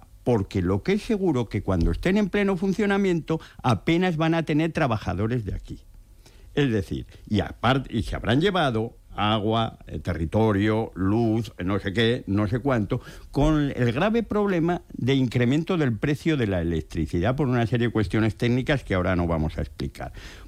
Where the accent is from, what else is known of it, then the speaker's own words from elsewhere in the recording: Spain; lo que tenemos derecho los trabajadores españoles